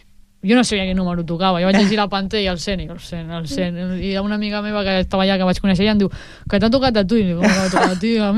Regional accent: Breda, Catalonia, Spain; born or raised there

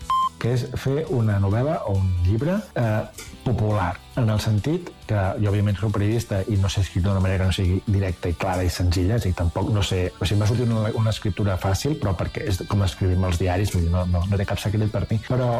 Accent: Catalonia, Spain; jo soc català

